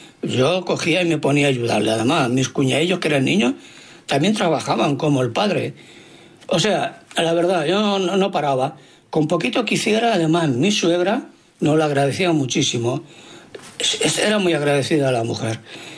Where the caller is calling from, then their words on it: Barcelona, Catalonia, Spain; Hola, fareros … de Barcelona.